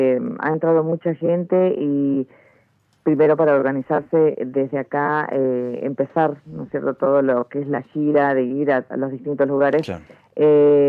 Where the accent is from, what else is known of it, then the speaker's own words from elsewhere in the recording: Mendoza, Argentina; now in Kansas City, United States; Sí, muchas gracias a ustedes y saludos por allá a Mendoza.